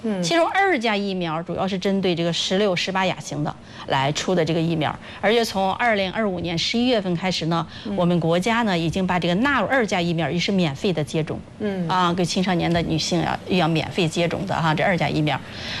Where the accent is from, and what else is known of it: China